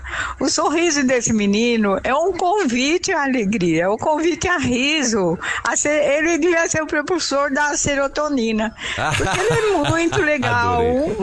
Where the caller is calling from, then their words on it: Praia Grande, São Paulo, Brazil; de Praia Grande, São Paulo.